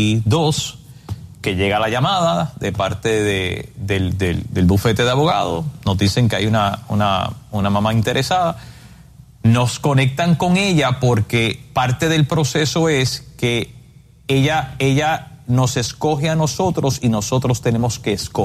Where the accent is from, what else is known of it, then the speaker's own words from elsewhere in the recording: Puerto Rico; como los dos somos de Puerto Rico, que el niño sea de Puerto Rico y allá.